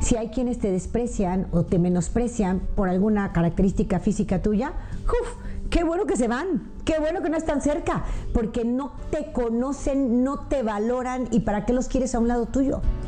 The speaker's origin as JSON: {"language": "Spanish", "country": "Mexico", "said": "Yo recuerdo mucho, no sé si sabes la historia, en mi país, México, cuando empezó a verse la televisión"}